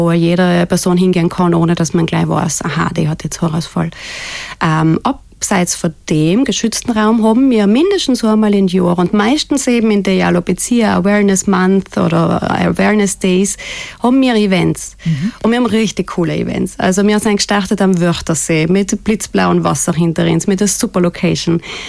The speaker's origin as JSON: {"language": "German", "region": "Trentino-Alto Adige", "country": "Italy", "lives_now": "Austria", "said": "Also es ist für mich mein absolutes Herzensanliegen, das in meine Heimat zu bringen. Es war allem schon mein Wunsch, etwas in Südtirol aufzubauen. Jetzt bin ich halt der Liebe wegen und beruflich in Österreich aktuell geblieben."}